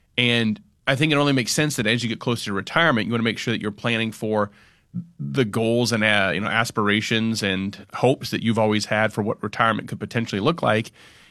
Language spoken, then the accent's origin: English; Kearney, Nebraska, United States; So I grew up in Kearney, and towards like the later part of July, they've got their cruise night.